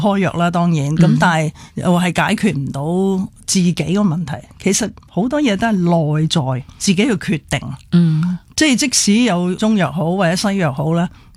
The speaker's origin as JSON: {"language": "Cantonese", "country": "China", "said": "我哋中国人嘅叫破漏。"}